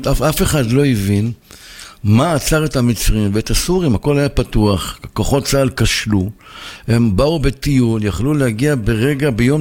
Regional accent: Jerusalem, Jerusalem District, Israel; born there; אנחנו נולדנו יחד בשכונת הבוחרים. אחר כך אנחנו עברנו לשמואל הנביא

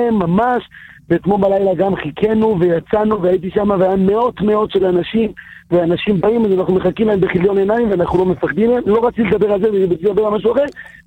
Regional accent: Jerusalem, Jerusalem District, Israel

